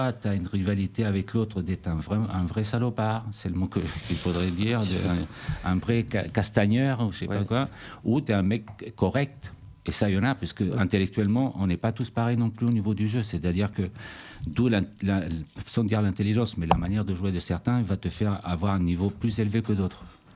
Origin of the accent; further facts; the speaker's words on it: Chile; Moi, en tant que là, Chilien, par rapport à d'où je viens d'Amérique du Sud